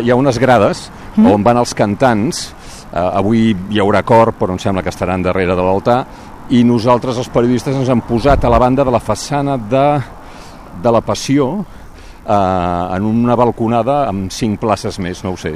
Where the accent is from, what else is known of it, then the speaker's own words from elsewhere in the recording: Barcelona, Catalonia, Spain; Jo crec, o almenys per mi com a barceloní, no sé tu què en penses